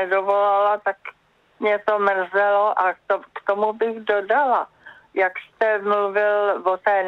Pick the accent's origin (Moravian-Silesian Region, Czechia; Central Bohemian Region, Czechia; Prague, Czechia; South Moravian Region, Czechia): Prague, Czechia; Narodila jsem se v Radotíně, na idylickém místě, vrátka do lesa, tam chodili k plotu srnky, houpačku jsme měli v lese